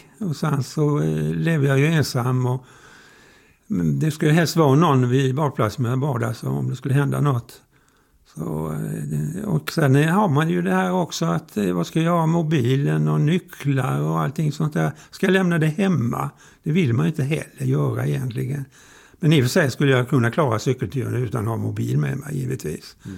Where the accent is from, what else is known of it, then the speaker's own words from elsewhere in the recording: Sweden; Jag är ju uppvuxen på Långe då